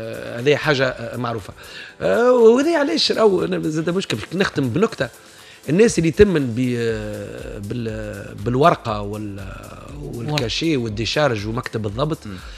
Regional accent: Tunisia; عندنا في تونس

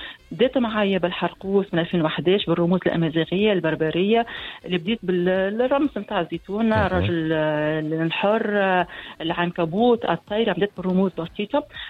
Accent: Tunisia

